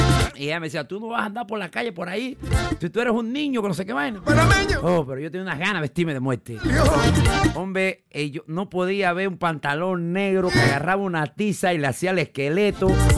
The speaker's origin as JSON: {"language": "Spanish", "town": "Monagrillo", "region": "Herrera", "country": "Panama", "tie": "born or raised there", "said": "Yo cuando era niño allá en Monagrillo"}